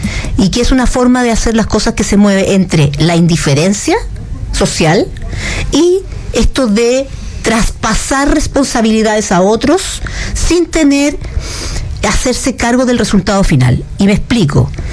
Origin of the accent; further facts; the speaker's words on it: Chile; Yo creo que como chilenos podemos tener miles de desacuerdos políticos, económicos, de formas de estilo de vida